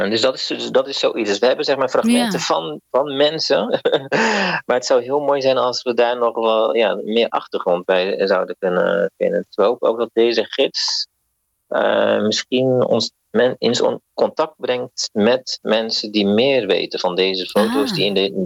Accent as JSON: {"language": "Dutch", "town": "Rotterdam", "region": "South Holland", "country": "Netherlands", "said": "En ik ben zelf ook geen Amsterdammer"}